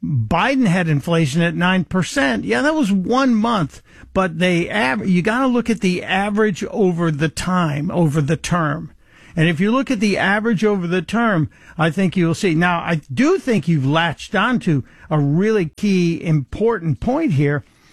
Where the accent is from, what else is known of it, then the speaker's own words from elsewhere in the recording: Chicago, Illinois, United States; As a kid growing up in Chicago